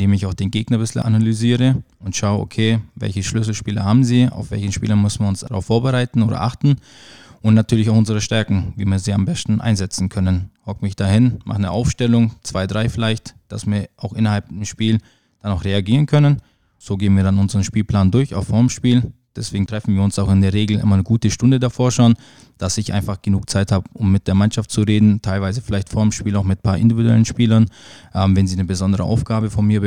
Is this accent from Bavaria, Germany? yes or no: yes; Kirchdorf an der Iller, Bavaria, Germany; moved away as an adult; now in Achstetten-area (Armendingen), Germany; ich bin, so wie du gesagt hast, gebürtiger Kirchdorfer. Das heißt, meine Familie, meine Freunde, mein Sportverein ist hier in Kirchdorf. Alles, was ich habe, ist in Kirchdorf eigentlich.